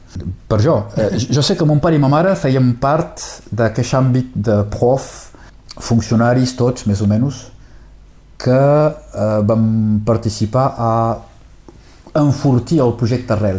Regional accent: Occitania, France; Catalan is a second language; also born or lived in Elna; now in Perpignan, France; Me costava parlar català, perquè com que jo no sóc espanyol, no sóc fill de Catalunya Sud, fa que no puc pas de cap manera tenir un català fluid en aquell temps.

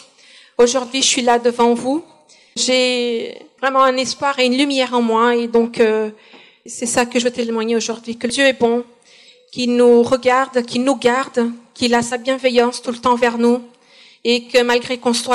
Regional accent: Portugal; moved away; je suis portugaise, donc la plupart de mes amis sont au Portugal

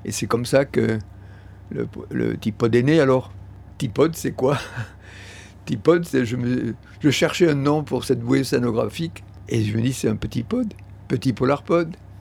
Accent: Occitanie, France; moi, je suis originaire du Tarn.

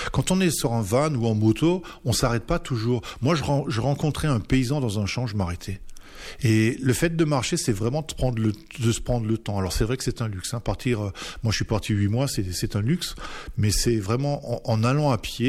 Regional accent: Grand Est, France; je l'ai renvoyée chez moi en Alsace, ici

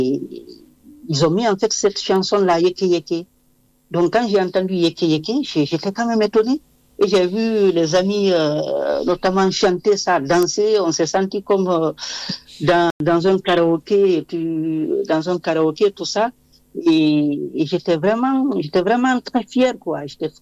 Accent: Guinea; D'abord, je suis d'origine de la Guinée, donc c'est un pays francophone.

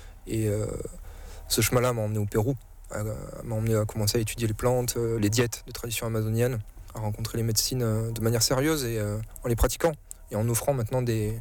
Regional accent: France; Pour rentrer chez moi en France. Donc j'ai pris un aller à Paris.

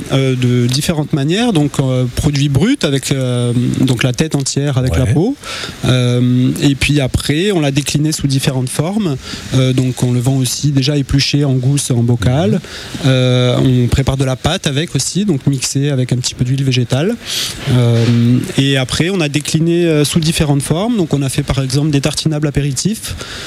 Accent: Lectoure, Occitanie, France; Je viens de Lectour, à côté.

